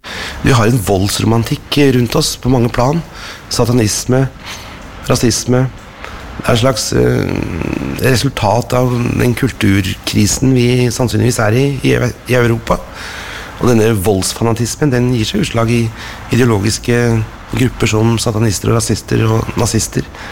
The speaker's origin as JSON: {"language": "Norwegian", "region": "Innlandet", "country": "Norway", "tie": "born or raised there", "said": "jeg født og oppvokst oppe I Nordøsterdalen da. Oppe på en liten bondegård, sånn, I en fjellbygd."}